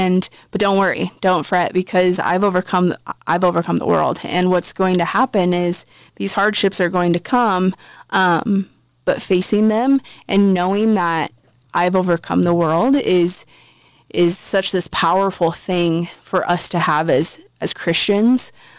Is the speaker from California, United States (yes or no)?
no; Nebraska, United States; And just like the cultural aspect of it is different, even though we're all from Nebraska. It's just how my country roots came out a little bit.